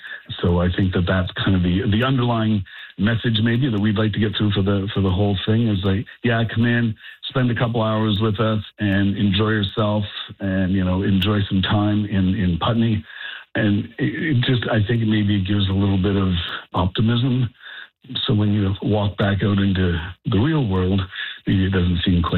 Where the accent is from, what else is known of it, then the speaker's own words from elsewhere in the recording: Kentville, Nova Scotia, Canada; But I'm from Kentville, and it was starting to get a little onerous to be traveling back and forth